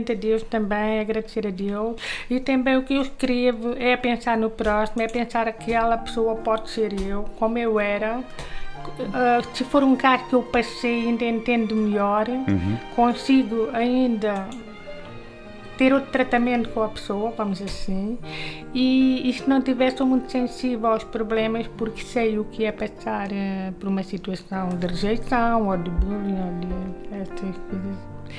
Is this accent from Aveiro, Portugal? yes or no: no; Olhão, Algarve, Portugal; sou de lá, né? Sou de Olhão, pertenço à Fuseta